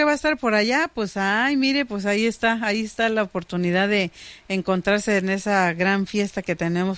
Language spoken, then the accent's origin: Spanish; San Juan Mixtepec, Oaxaca, Mexico; San Juan Mixtepec. Yo soy de San Juan Mixtepec.